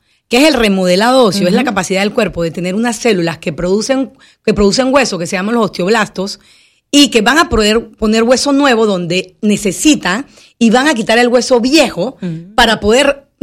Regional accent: Penonomé, Coclé, Panama; orgullosamente Castalia y yo somos del mismo barrio de Penonomía.

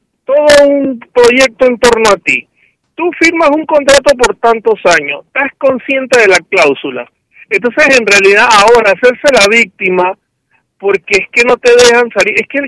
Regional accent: Madrid, Community of Madrid, Spain; por más que soy de Madrid, estoy a favor del Atlético.

